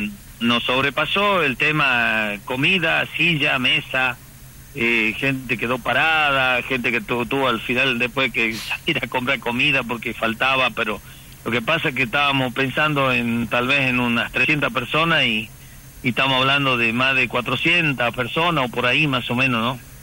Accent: Argentina; sigamos diciendo que somos argentinos.

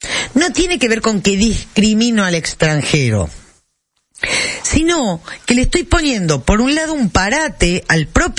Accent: Argentina; Yo me siento muy, muy argentina.

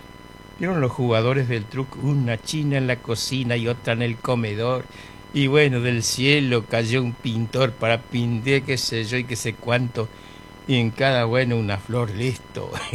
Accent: Presidencia de la Plaza, Chaco, Argentina; moved away; Saludamos a mi gente de Presidencia de la Plaza. No, que me voy a olvidar. No me voy a olvidar nunca. Porque de ahí salí, así que tengo que acordarme como siempre. De mi pago, de mi pueblo, de mi Chaco.

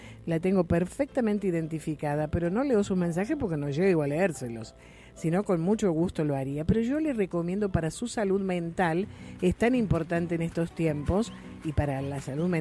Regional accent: Tancacha, Córdoba, Argentina; La familia vive en Mar del Plata, somos de Tancacha, en Río Tercero también hay familia.

